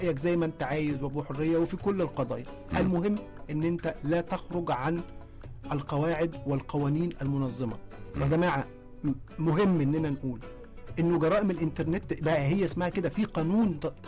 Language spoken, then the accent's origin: Arabic; Egypt; انا مواطن مصري